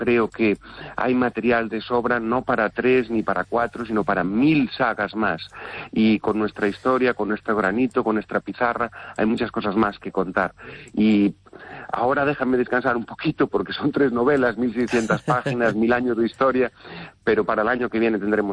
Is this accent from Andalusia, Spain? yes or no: no; Galicia, Spain; he descubierto muchas cosas que, siendo gallego, aficionado a la historia, no descubría.